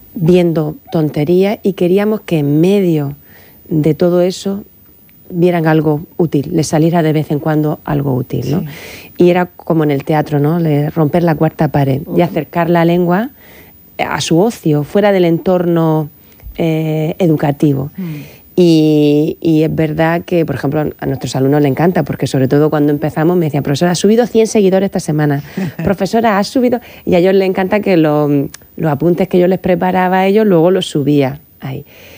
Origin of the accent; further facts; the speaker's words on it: Cartagena, Region of Murcia, Spain; Y dos que somos de Cartagena.